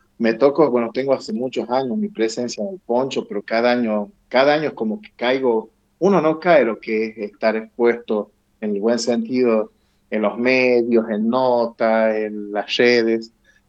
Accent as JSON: {"language": "Spanish", "town": "Belén", "region": "Catamarca", "country": "Argentina", "said": "Que soy de Belén, que soy de esta hermosa provincia que es Catamarca."}